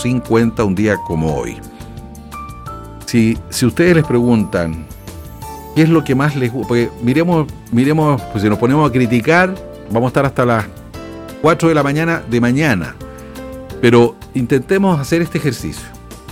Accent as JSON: {"language": "Spanish", "town": "Concepción", "region": "Biobío", "country": "Chile", "tie": "born or raised there", "said": "Saben que yo soy penquista, yo soy de toda la vida de Concepción."}